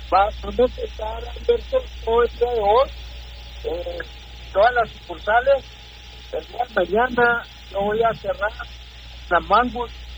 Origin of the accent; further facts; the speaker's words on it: Mexico; ya como somos los mexicanos, yo pienso que es una parte del amor que nos tiene la gente a nosotros.